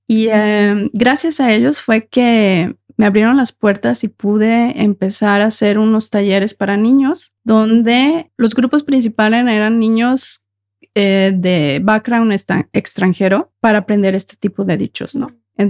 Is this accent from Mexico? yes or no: yes; Mexico; now in Norway; Bueno, nosotros venimos de México. En México, como en muchos países de Latinoamérica, tenemos muchos dichos, dichos que no dan sentido en noruego